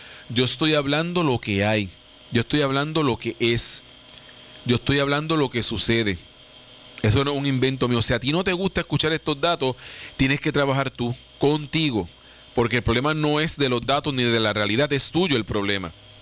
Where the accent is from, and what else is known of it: Puerto Rico